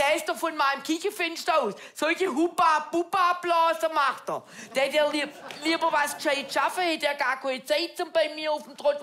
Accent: Baden-Württemberg, Germany; Das ist ja bei uns im Schwabenland auch geschriebenes Gesetz, aber jeder hält sich dran.

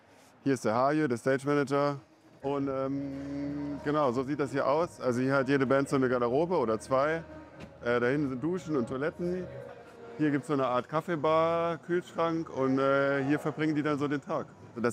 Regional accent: Elm, Saarland, Germany; Ich bin gebürtiger Elmer, also komme ursprünglich aus einem Nachbardorf von Rockwellet Schlackow.

